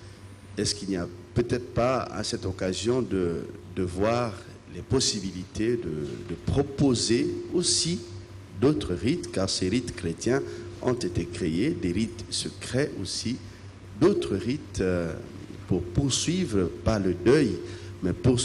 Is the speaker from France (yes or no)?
no; DR Congo; now in Switzerland